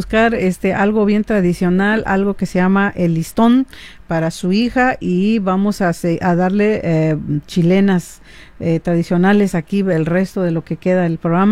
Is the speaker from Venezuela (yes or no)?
no; San Juan Mixtepec, Oaxaca, Mexico; moved away; San Juan Mixtepec. Yo soy de San Juan Mixtepec.